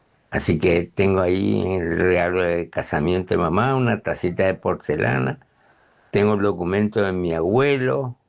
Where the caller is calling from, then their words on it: Clorinda, Formosa, Argentina; de Clorinda